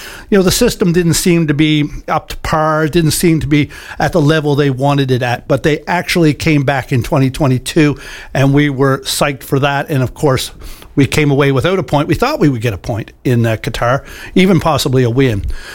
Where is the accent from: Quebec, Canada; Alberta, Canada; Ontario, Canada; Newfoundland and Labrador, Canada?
Newfoundland and Labrador, Canada; Conception Bay South; I know in my hometown, we have the Kellagrew Soiree kicking off on this Friday at Topsail Beach